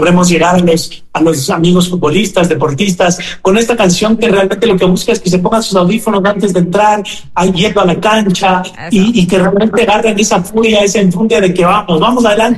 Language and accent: Spanish; Ecuador; todos somos ecuatorianos, no importa de qué raza, género, política, género